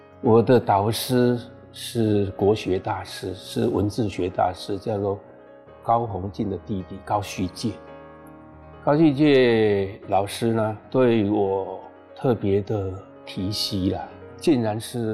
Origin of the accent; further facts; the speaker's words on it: Taoyuan, Taiwan; born there; moved away as an adult; now in Taichung, Taiwan; 那是我的出生地。因为工作的关系，就是甄选上高中老师，就是台中一中啊，就迁到中部来。